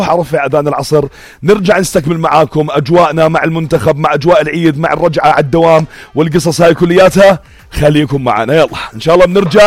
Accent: Jordan

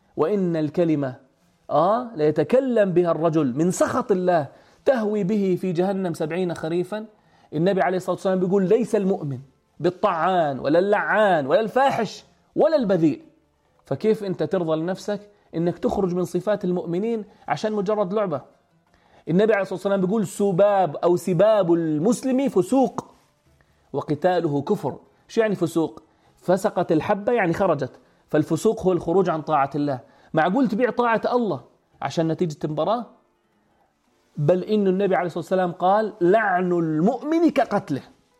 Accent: Jordan; هذا الأثر الطيب اللي بيشبهنا إحنا كأردنيين

